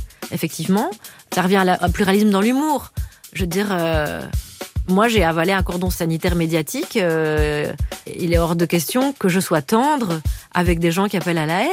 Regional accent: Belgium; Je dis « on », vous voyez, parce que je suis belge

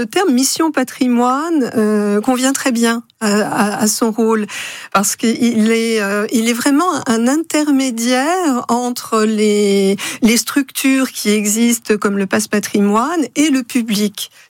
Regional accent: Grand Est, France; J'ai grandi en Lorraine, voilà. Mais je ne suis pas née en Lorraine.

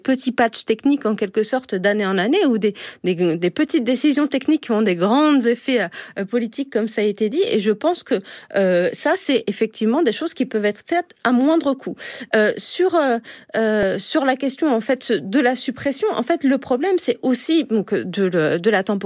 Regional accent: Saint-Quentin-en-Yvelines, Île-de-France, France; moi je viens de Saint-Quentin-en-Yvelines par exemple

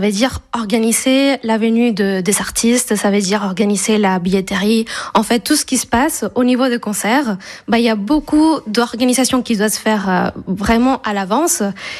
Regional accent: Valencia, Valencian Community, Spain; French is a second language; moved away as an adult; also born or lived in Switzerland; now in Pigna, France; Oui, j'ai un petit accent. Ça dépend de la journée, mais oui. En fait, moi, à la base, je viens de Valencia, en Espagne.

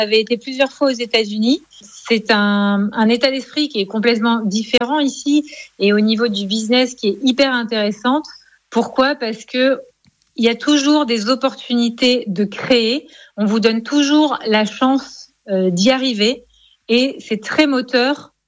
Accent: France; moved away as an adult; now in Miami, United States

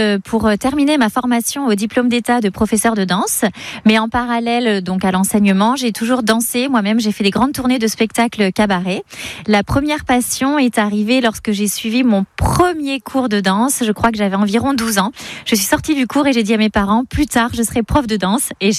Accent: Rouen, Normandy, France; born there; also born or lived in Burgundy; parce que je suis née à Rouen mais j'ai vécu 12 ans en Bourgogne.

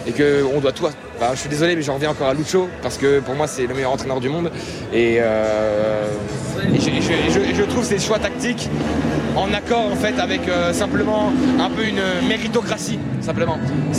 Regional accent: Grand Est, France; now in Paris, France; moi la première étoile, je l'ai vécue de là où je viens, près du Luxembourg. Et là, je suis monté à Paris. Je suis sur Paris depuis quelques mois.

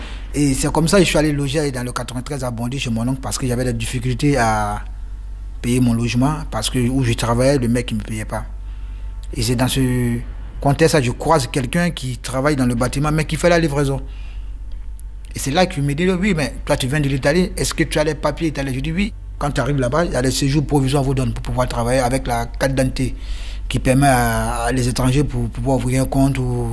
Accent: Côte d’Ivoire; now in Paris, France; je suis livreur à Paris depuis 2021. Je viens de la Côte d'Ivoire. Et là, j'ai quitté mon pays depuis août 2016.

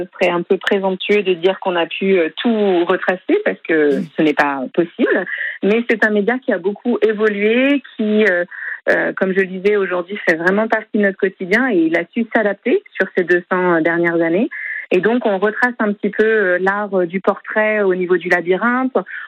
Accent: Brittany, France; je vous avoue qu'en tant que bretonne, ça me touche forcément.

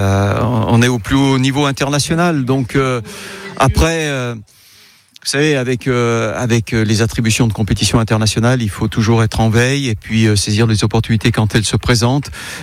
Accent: France

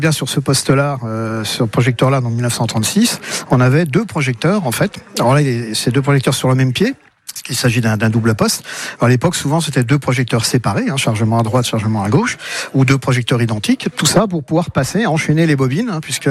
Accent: Montbard, Bourgogne-Franche-Comté, France; also born or lived in Dijon; Alors, dans les salles de cinéma de Montbard, ma ville natale, au tout début, hein, j'étais très jeune, et puis ensuite à Dijon, à la fin de mes études

